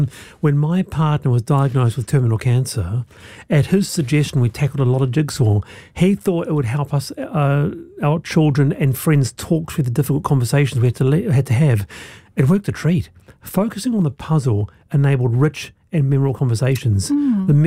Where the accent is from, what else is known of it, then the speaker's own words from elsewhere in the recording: Bay of Islands, Northland, New Zealand; The smell of honeysuckle always takes me back to growing up in the Bay of Islands.